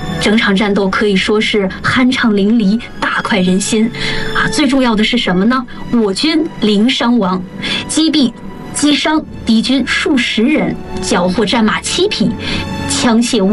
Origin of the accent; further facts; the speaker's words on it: China; 我们中国人